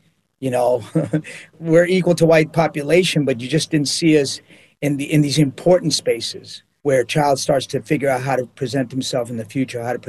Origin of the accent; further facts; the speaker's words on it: New York, United States; we felt erased as young Latino men growing up in New York in the 70s.